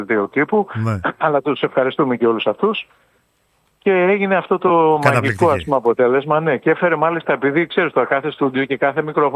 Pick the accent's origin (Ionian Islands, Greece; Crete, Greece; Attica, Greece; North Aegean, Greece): Ionian Islands, Greece; Εγώ είμαι από την Κεφαλονιά, ναι.